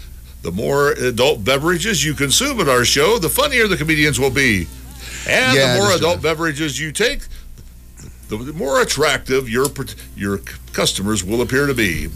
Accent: West Virginia, United States; moved away; I'm originally from West Virginia.

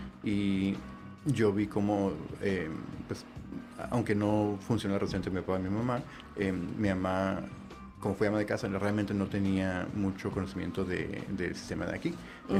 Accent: Mexico; Soy mexicano, mis papás nacieron crecieron en Tijuana

